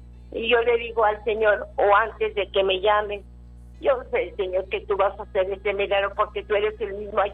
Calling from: Reynosa, Tamaulipas, Mexico; De Reynosa, Tamaulipas.

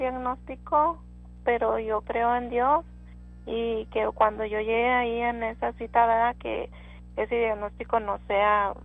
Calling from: Denver City, Texas, United States; De Denver City.

